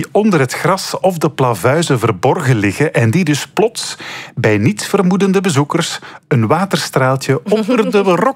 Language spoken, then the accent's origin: Dutch; Flanders, Belgium; Bij ons in Vlaanderen liggen de wortels van de pretparken eerder bij de jaarmarkten die hier in de middeleeuwen georganiseerd worden.